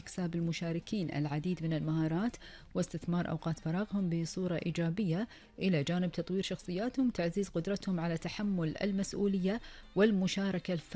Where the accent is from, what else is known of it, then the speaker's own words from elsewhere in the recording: Kuwait; فقرة أخبار ديرتنا الحبيبة الكويت